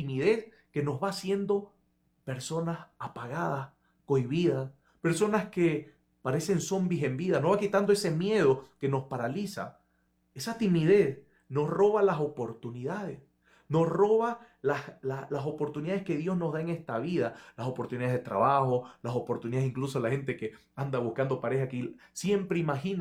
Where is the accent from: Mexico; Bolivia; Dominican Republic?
Bolivia; Santa Cruz de la Sierra, Santa Cruz; en mi ciudad, en Santa Cruz de la Sierra, es famosa la carne asada